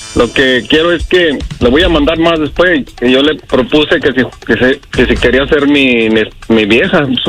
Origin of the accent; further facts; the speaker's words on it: Torreón, Coahuila, Mexico; Es de Torreón y yo soy de Torreón.